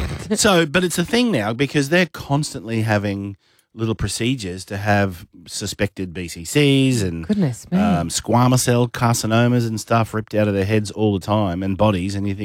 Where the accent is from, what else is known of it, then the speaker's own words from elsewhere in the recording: Sunshine Coast, Queensland, Australia; growing up on the Sunshine Coast and getting burnt all the time